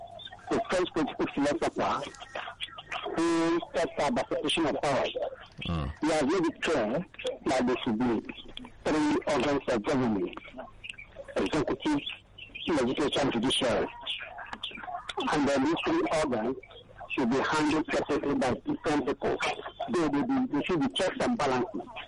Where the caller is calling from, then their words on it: Ekiti, Nigeria; I'm calling from Abanja, in Ekiti.